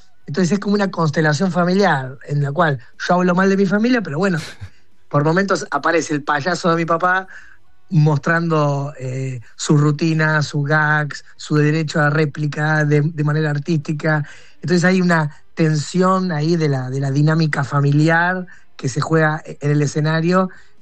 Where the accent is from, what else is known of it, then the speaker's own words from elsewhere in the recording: Rosario, Santa Fe, Argentina; now in Buenos Aires, Argentina; yo soy de Rosario, vivo en Buenos Aires